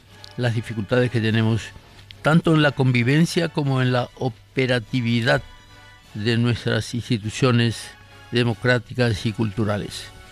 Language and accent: Spanish; Paraguay